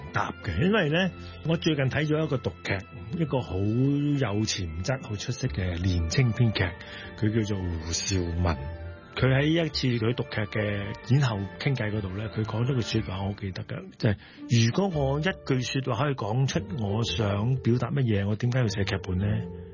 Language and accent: Cantonese; Hong Kong; 這件事我們香港人陌生嘛